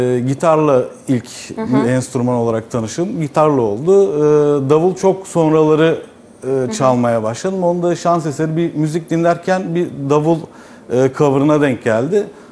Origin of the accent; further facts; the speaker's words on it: İzmir, Turkey; ben o gün 1982 doğumluyum. İzmirliyim.